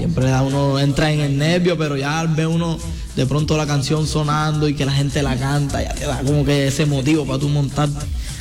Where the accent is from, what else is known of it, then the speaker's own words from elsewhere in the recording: Sincelejo, Sucre, Colombia; Yo soy de El Salvador.